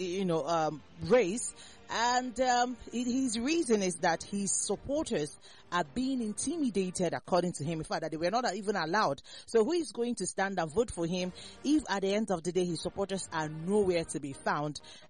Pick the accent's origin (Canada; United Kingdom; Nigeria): Nigeria; as a Nigerian